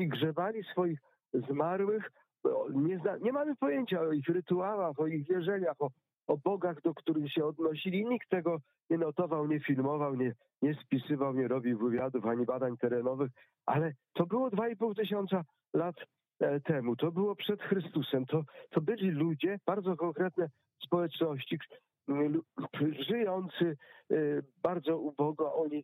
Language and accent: Polish; Pomeranian Voivodeship, Poland; chcę opowiedzieć anegdotkę z moich rodzinnych stron, mianowicie Kaszuby, wieś koło Wejherowa